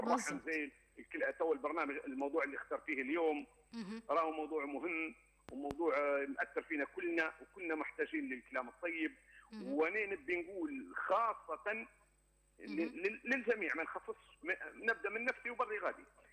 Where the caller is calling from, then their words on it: Tripoli, Libya; من طرابلس.